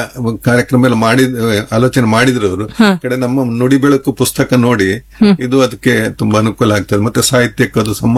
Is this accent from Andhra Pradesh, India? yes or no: no; Kundapur, Karnataka, India